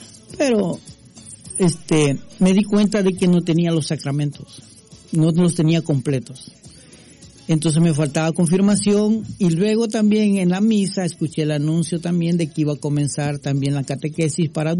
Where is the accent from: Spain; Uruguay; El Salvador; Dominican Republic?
El Salvador; now in Washington, United States; soy de El Salvador.